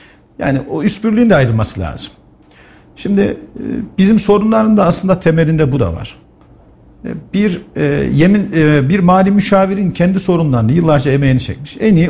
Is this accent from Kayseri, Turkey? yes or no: yes; Kayseri, Turkey; also born or lived in Şarkışla, Sivas; Ben 1977 Sivas Şarkışı'da doğumluyum. Babamın kamu görevi nedeniyle Kayseri'de yerleşmişiz.